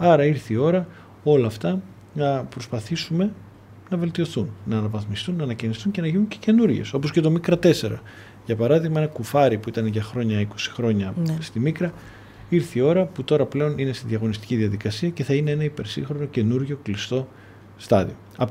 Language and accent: Greek; Thessaloniki, Central Macedonia, Greece; γεννήθηκα και μεγάλωσα εδώ στη Θεσσαλονίκη.